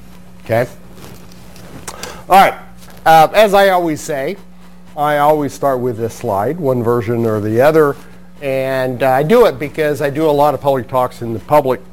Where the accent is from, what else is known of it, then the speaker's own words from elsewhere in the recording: Missouri, United States; moved away as an adult; also born or lived in Alaska; now in Connecticut, United States; Been here since 1996. Most of you know that I came from Missouri originally and went to Alaska for graduate school.